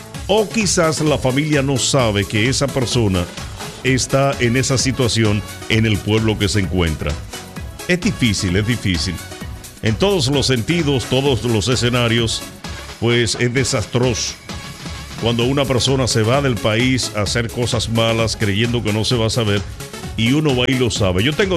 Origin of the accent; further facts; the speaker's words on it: Dominican Republic; uno como dominicano